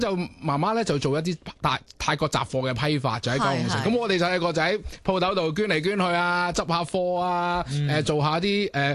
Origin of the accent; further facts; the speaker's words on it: Thailand; 佢一嚟到嘅时候咧，其实我哋泰国人嚟到咧系好多嘢都唔识做啦